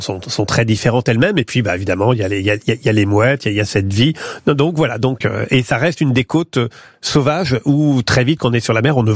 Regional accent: Pont-de-l'Arche, Normandy, France; Alors je vais conseiller par exemple celle de ma ville natale, Pont-de-l'Arche, qui est une petite, ça s'appelle La Verrière, c'est une petite librairie.

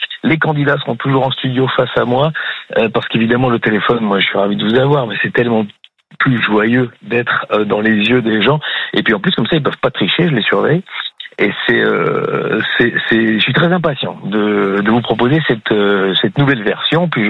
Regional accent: Brussels, Brussels-Capital Region, Belgium; born there; de Bruxelles, on devait traverser toute la France.

